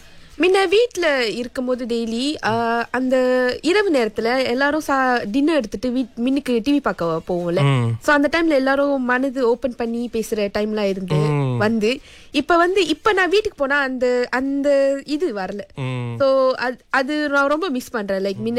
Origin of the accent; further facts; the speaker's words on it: Seremban, Negeri Sembilan, Malaysia; also born or lived in Sungai Petani; பூர்வீகம் சுங்கைப்பத்தானி, ஆனா நான் வந்து படித்தது வளர்ந்தது எல்லாம் வந்து சிரம்பன்.